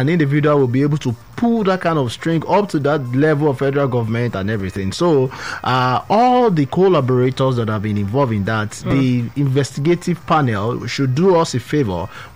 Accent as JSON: {"language": "English", "country": "Nigeria", "said": "as a Nigerian personally"}